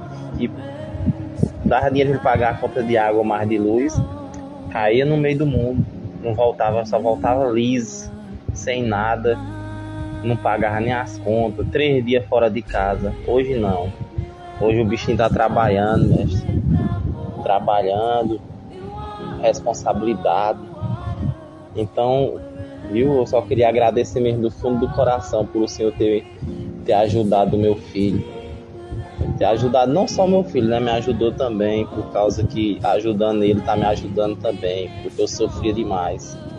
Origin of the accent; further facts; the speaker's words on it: Balsas, Maranhão, Brazil; Eu sou aqui de Balsa mesmo, senhor. O senhor já sabe, né? Eu já fiz a fichinha com o senhor. Sou aqui de Balsas.